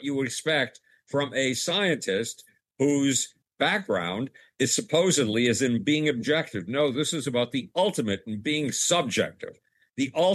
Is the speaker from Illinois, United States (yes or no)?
no; Buffalo, New York, United States; moved away; Buffalo, New York, which is ironically my hometown